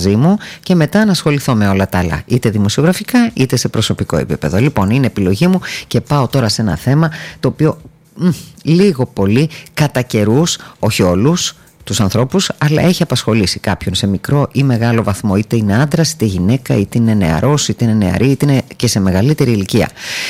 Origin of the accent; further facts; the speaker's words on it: Volos, Thessaly, Greece; Τι θα γίνει με την πόλη μου?